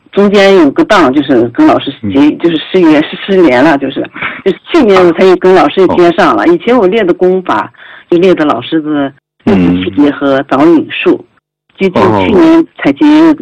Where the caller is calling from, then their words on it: Hohhot, Inner Mongolia, China; 我是来自内蒙古呼和浩特， … 1966年出生之人。